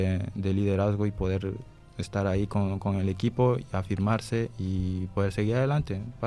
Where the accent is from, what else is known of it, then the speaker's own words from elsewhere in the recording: Santo Domingo, Santo Domingo de los Tsáchilas, Ecuador; Yo soy de Ecuador, yo vengo de Santo Domingo, he nacido allá.